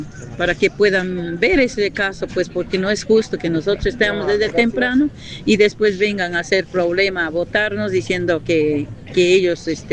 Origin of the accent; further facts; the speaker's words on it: Tarapoto, San Martín, Peru; Yo vengo de Tarapoto.